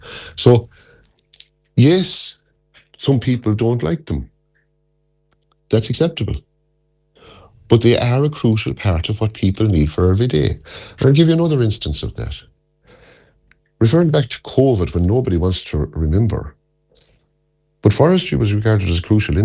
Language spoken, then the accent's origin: English; Connacht, Ireland; I come from East Galway. The Slieveachtaí Mountains in East Galway, there's a huge coverage of Sitka spruce.